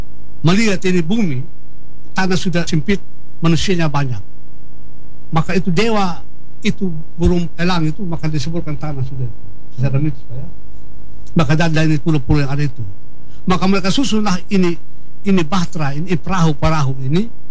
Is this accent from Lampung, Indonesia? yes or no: no; Sumba, East Nusa Tenggara, Indonesia; saya sebagai orang Sumba